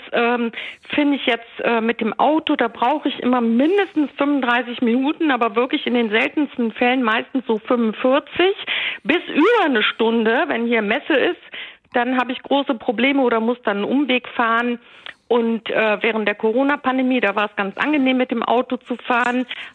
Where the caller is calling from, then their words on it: Düsseldorf, North Rhine-Westphalia, Germany; Ich rufe gerade aus Meerbusch an. Da ist unser Büro, wo ich arbeite. Und ich wohne in Düsseldorf und ich arbeite jetzt hier in Meerbusch seit bald 10 Jahren.